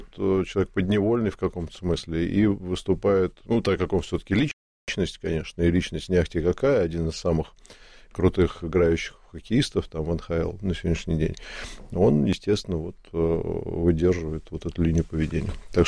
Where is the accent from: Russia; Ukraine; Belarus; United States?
Russia; Еще раз вам повторяю, я гражданин России, это моя страна, я поддерживаю свою страну.